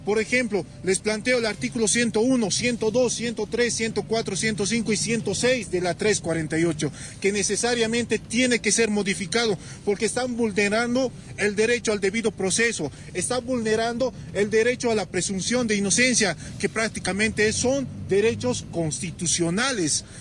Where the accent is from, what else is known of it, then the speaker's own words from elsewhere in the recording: Bolivia; nosotros como bolivianos